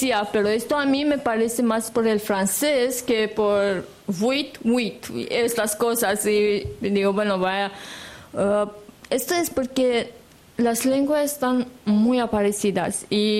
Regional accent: Romania; Spanish is a second language; now in Spain

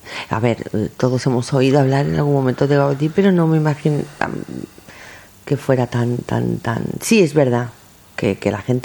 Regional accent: Mahón, Balearic Islands, Spain; born or raised there

